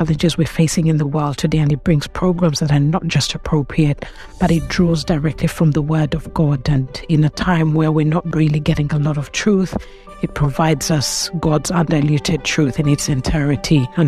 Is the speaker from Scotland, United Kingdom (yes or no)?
no; London, United Kingdom; moved away as an adult; I am from London.